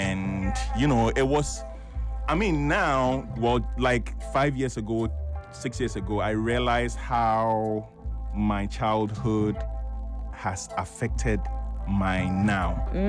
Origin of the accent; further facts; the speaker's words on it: Accra, Greater Accra, Ghana; born there; I was born in Kolebu.